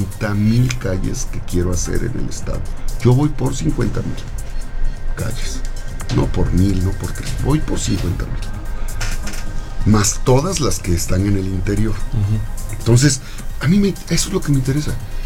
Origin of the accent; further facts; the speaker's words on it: Puebla, Mexico; Yo vengo vengo como cualquier poblano, del trabajo.